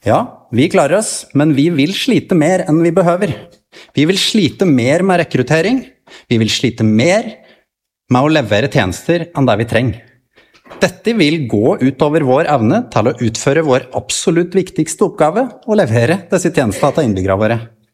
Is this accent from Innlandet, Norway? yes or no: yes; Kolbu, Innlandet, Norway; now in Lena, Norway; Jeg kommer fra Kolbu. Og selv om Kolbu ble nedlagt som kommune i 64, så kaller jeg meg fortsatt Kolbing.